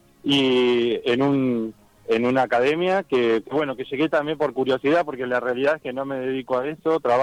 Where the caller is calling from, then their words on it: Mar del Plata, Buenos Aires Province, Argentina; Les hablo desde Argentina.